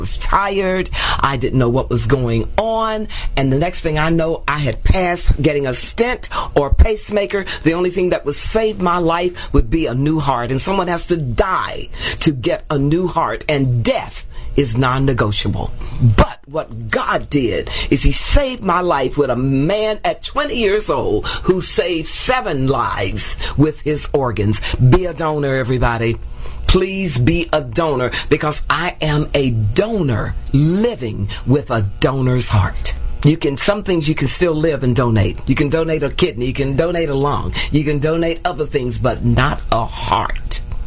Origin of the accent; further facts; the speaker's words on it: West Virginia, United States; born there; now in Chicago, United States; I was born in West Virginia up on the hill.